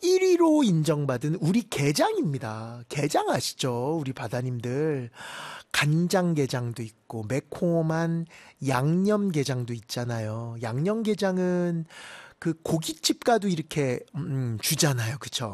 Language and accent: Korean; South Korea; 대한민국 사람으로서 정말 뿌듯하지 않으십니까?